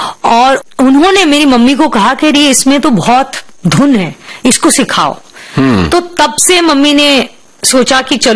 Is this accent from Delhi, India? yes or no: yes; Delhi, India; moved away; दिल्ली में उस माहौल में मैं पली बड़ी, जहाँ मंडी हाउस और जो विंटर्स